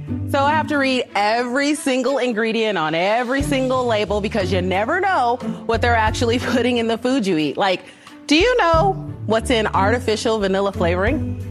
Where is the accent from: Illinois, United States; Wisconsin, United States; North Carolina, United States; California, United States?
California, United States; Gardena; I'm from Gardena, California, and I'm here seeking $100,000 for 10% of my company.